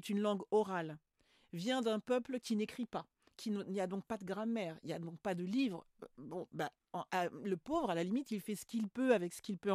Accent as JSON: {"language": "French", "region": "French West Indies", "country": "France", "said": "moi je suis originaire des Antilles françaises."}